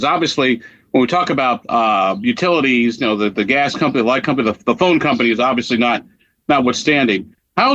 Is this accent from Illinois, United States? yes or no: yes; Illinois, United States; born there; now in Indiana, United States; my home state of Illinois